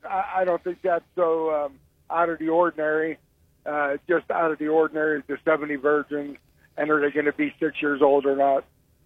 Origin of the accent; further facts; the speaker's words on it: Youngstown, Ohio, United States; moved away; I'm from Youngstown originally.